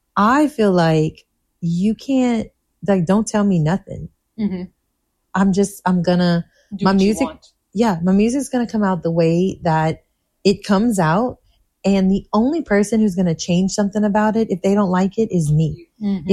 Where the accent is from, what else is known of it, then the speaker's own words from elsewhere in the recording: Delcambre, Louisiana, United States; also born or lived in Kaplan, Louisiana; now in Erath, United States; I have a Erath address. Like I live in Erath, but I had a Delcom phone number.